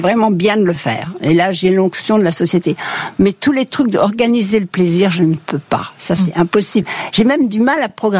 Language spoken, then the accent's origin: French; Casablanca, Casablanca-Settat, Morocco; Et moi, je suis née au Maroc, vous savez.